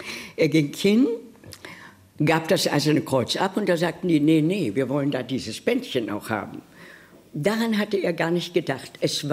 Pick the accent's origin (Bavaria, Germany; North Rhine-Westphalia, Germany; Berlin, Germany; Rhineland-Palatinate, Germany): Berlin, Germany; So, also ich bin eine Berlinerin.